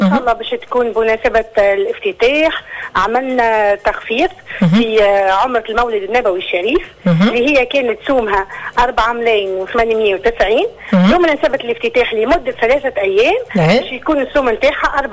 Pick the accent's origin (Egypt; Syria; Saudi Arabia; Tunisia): Tunisia; Bizerte, Bizerte Governorate; انا بنت الحومة يعني العبيد بالحق فرحت على الاخر خاطر يعني مجرد يعني احنا كنا مرافقين يعني هذيك باش نوليو يعني احنا مشرفين على وكاله البلد الامين ببنزرت